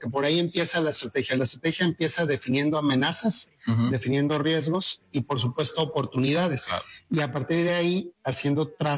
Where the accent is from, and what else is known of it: Mexico